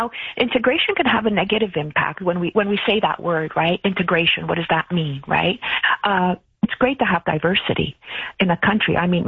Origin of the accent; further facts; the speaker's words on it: Montreal, Quebec, Canada; born and raised in Canada, born and raised in Montreal, first generation Greek from the post-war parents.